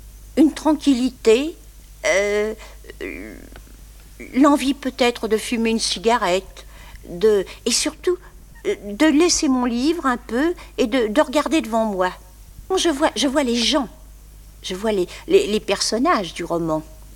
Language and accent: French; Normandy, France; Et j'aime les Anglais, je suis normande, ma mère.